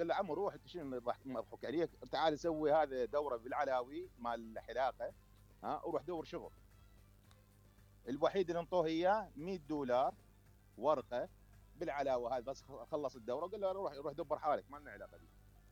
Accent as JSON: {"language": "Arabic", "country": "Iraq", "said": "اذا هذا كله توفر موجود عندنا بالعراق بعد عافية باقين احنا بهذا البلد"}